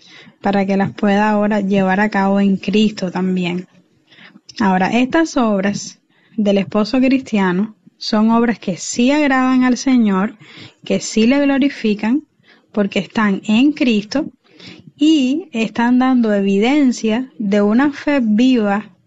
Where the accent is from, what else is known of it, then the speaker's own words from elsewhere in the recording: Pinar del Río, Cuba; desde Pinar del Río, Cuba, para El Faro de Redención.